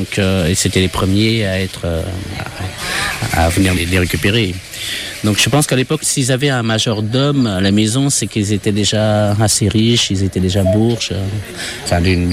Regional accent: Daou, Battambang, Cambodia; Apparemment, je viens de Daou, c'est une banlieue de Battambang.

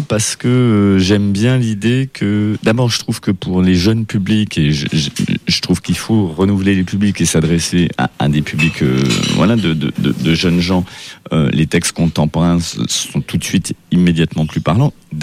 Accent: Avignon, Provence-Alpes-Côte d'Azur, France; born there; Je suis né dans le Hof, à Avignon.

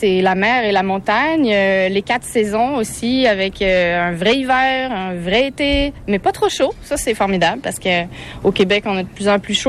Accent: Tulle, Nouvelle-Aquitaine, France; born there; Mais oui, je suis née à Tulle. En Corrèze. Plein cœur, c'est ça, en Corrèze.

